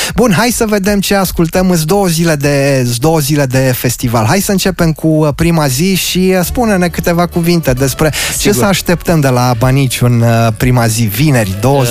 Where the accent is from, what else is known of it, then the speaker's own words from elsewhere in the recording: Timișoara, Timiș County, Romania; Vladi Knežević, care și el este un bănățean de-al nostru de aici, din Timișoara.